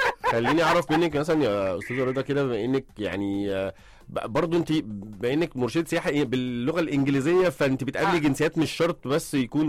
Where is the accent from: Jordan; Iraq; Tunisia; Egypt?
Egypt